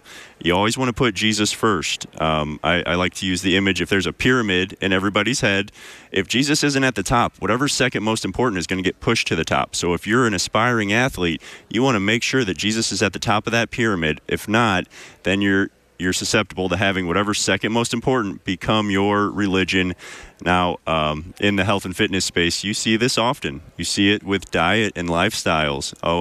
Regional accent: St. Louis, Missouri, United States; So my father and I grew up in St. Louis, Missouri.

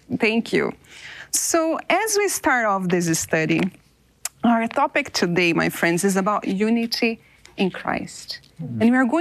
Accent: São Paulo, Brazil; moved away as an adult; also born or lived in Uganda / Italy; now in Washington, United States; I grew up in Brazil, in São Paulo. It's a very big city, very cosmopolitan, people from all over the world.

